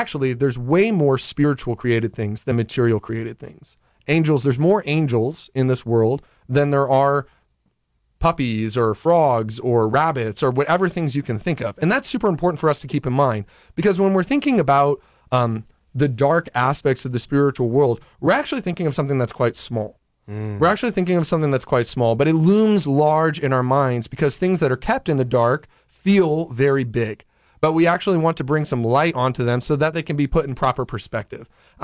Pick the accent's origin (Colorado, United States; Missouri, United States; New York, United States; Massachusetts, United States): Missouri, United States; St. Louis; now in Omaha, United States